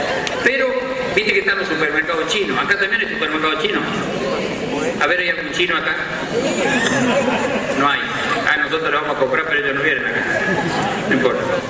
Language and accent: Spanish; San Francisco, Córdoba, Argentina; Hay un cuento que me gusta porque es de un viejo de mi pueblo que le gustan las mujeres, la de él y las otras. Nosotros le decimos un pitero, no sé cómo le dicen acá. Un día fue al supermercado Anselmi, un supermercado que hay en San Francisco